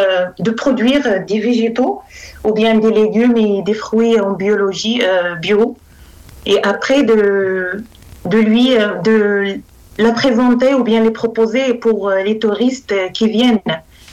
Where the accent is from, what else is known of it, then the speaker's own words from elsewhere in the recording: Errachidia, Drâa-Tafilalet, Morocco; moved away as an adult; also born or lived in Romans-sur-Isère, France; now in Toulouse, France; Je suis d'origine de Rachidia, dans le sud-est du Maroc, c'est la région de Dar Ata Filalt. C'est une région principalement qui est connue par son faible précipitation.